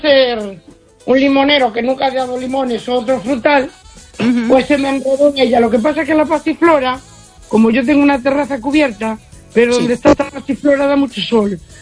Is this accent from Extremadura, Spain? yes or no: no; A Coruña, Galicia, Spain; also born or lived in Uruguay; Porque en mi país, yo soy uruguaya, aunque me crié en La Coruña, y antiguamente la fruta aquí era madura.